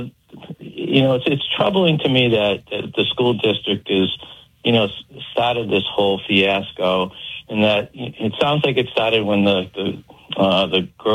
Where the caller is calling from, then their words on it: Millbury, Massachusetts, United States; I've been here since 92